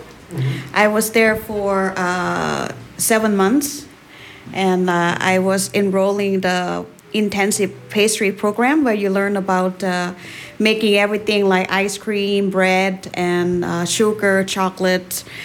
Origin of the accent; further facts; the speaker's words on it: Thailand; Icelandic is a second language; now in Iceland; Ég er frá Tælandi, já, og búin að vera 15 ára á Íslandi.